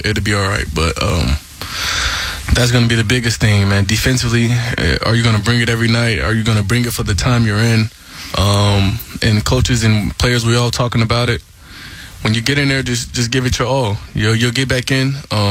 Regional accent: Marietta, Georgia, United States; I'm from Marietta

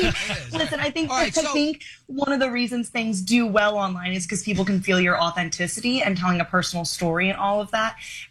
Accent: Arizona, United States; now in New York City, United States; I grew up in Arizona, so let's say you live in Arizona

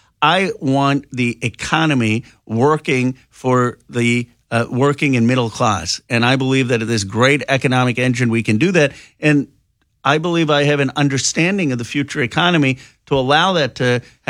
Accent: Bucks County, Pennsylvania, United States; the people I grew up in Bucks County that saw the steel mills shut down

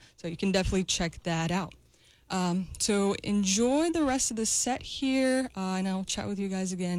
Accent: Brazil; now in Pittsburgh, United States; I'm from Brazil

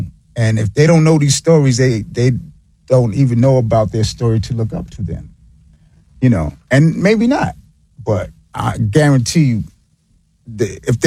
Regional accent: Queens, New York, United States; I'm from South Jamaica, Queens, New York.

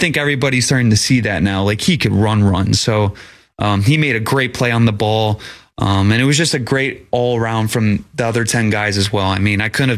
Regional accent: Midwest, United States; moved away as an adult; Growing up in the Midwest, you don't really know.

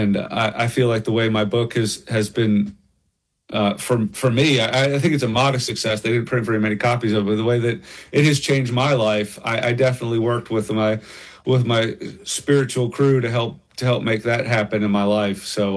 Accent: Pennsylvania, United States; moved away as an adult; No, I'm originally from Pennsylvania.

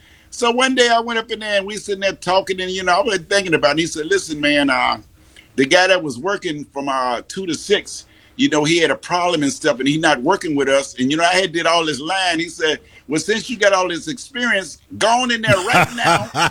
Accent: Chicago, Illinois, United States; accent: Midwest; moved away; I'm from Chicago.

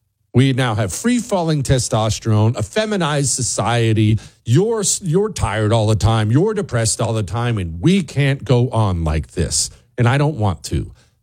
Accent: Toronto, Ohio, United States; I grew up in Toronto, Ohio

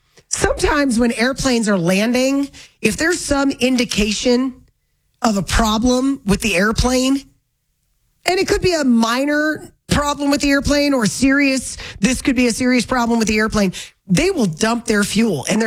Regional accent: Florida, United States; I grew up in Florida

